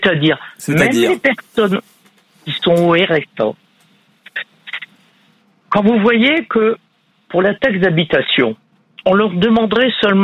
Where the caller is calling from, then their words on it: Hauts-de-France, France; De l'Aisne.